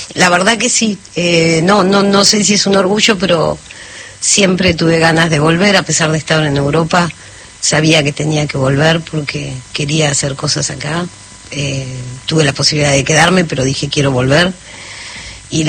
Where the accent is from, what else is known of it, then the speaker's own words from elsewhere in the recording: Italy; soy italiana, tengo doble ciudadanía, así que Italia me tira, digamos, con respecto a la sangre.